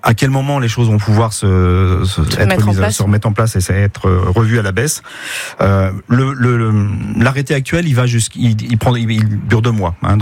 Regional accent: France; Chez nous, en France, le principe, c'est la liberté et puis l'exception, l'interdiction.

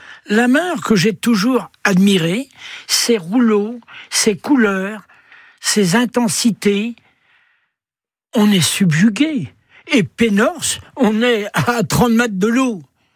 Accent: Quimper, Brittany, France; born there; also born or lived in Penhors; je suis né à Quimper.

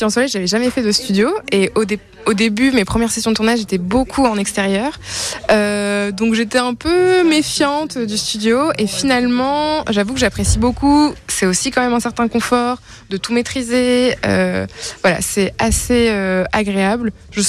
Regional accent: Montpellier, Occitanie, France; moi je suis de Montpellier, j'ai grandi ici

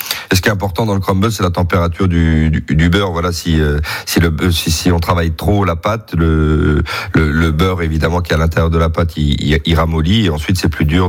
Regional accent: Bourgogne-Franche-Comté, France; chez nous en Bourgogne

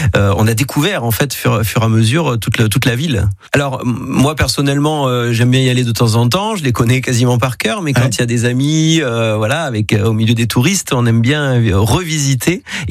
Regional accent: Vaison-la-Romaine, Provence-Alpes-Côte d'Azur, France; Alors écoutez, moi je suis né à Vaison-la-Romaine, hein. Je suis né dans la maternité, il y avait une maternité avant à Vaison-la-Romaine.

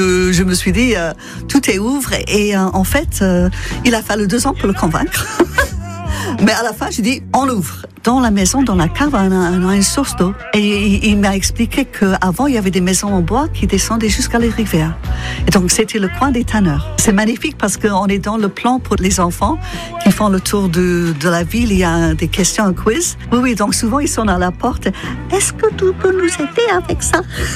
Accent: Scotland, United Kingdom; accent: Scottish; French is a second language; moved away as an adult; now in Le Mans, France; j'ai un accent qui vient du fait que je suis écossaise. Je suis arrivée au Mans parce que j'ai rencontré un Breton à Édimbourg pour le match Écosse-France. Au bout de 9 mois, je suis venue habiter au Mans. Ça fait 22 ans que je suis là maintenant.

